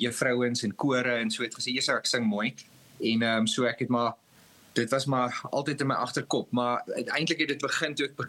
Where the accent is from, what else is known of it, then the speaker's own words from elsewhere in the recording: George, Western Cape, South Africa; moved away as an adult; now in Pretoria, South Africa; ek het groot geword in George. In die Suid-Kaap. Ek het daar skool gegaan. En ek was in Uitenikwa. En dis omtrent dit, ja, ek het maar my kinderjare daar spandeer. En ek was so 21, 22, toe vat ek die groot trek Pretoria toe